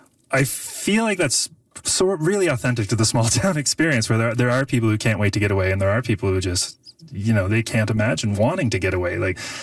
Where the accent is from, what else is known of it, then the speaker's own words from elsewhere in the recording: Summerside, Prince Edward Island, Canada; that I had growing up in Summerside isn't, like, it's not the definitive growing up Canadian experience, but it is a growing up Canadian experience.